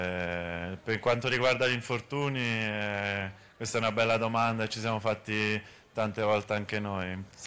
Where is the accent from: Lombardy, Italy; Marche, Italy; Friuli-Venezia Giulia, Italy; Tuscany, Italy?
Friuli-Venezia Giulia, Italy; Pordenone; Napoletano, ma vengo da Pordenone.